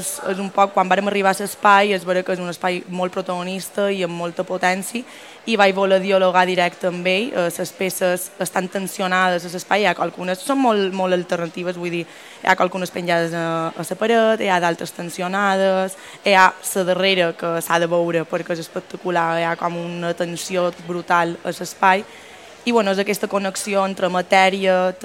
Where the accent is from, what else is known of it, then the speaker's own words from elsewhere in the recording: Palma, Balearic Islands, Spain; jo soc de Palma